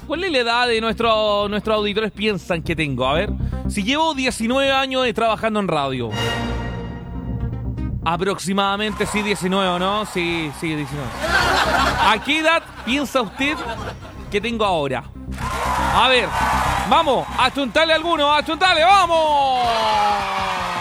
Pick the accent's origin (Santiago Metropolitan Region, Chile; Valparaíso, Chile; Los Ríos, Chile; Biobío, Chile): Los Ríos, Chile; Valdivia; Yo soy de Valdivia. Yo soy de Valdivia. Valdiviano.